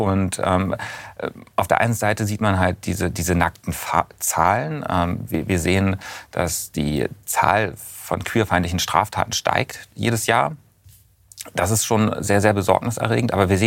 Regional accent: Berlin, Germany; now in Hamburg, Germany; Ich bin eigentlich auch Berliner und komme aus der Stadt

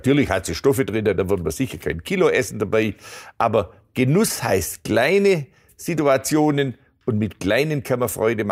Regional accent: Baden-Württemberg, Germany; born there; Nun ja, die Streuobstwiese, ich bin in der Nähe geboren. Die Schwäbische Alb hat so viele dieser Flächen.

